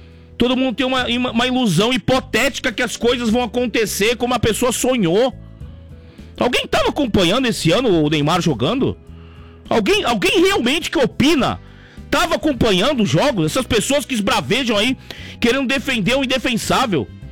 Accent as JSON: {"language": "Portuguese", "country": "Brazil", "said": "Aquele negócio de falar que sou brasileiro com muito orgulho. Eu não tenho esse orgulho, não."}